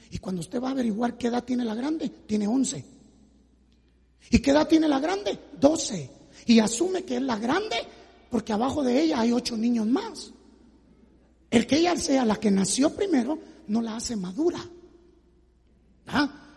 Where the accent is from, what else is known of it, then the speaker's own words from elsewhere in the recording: Guatemala; para nosotros como latinos, como guatemaltecos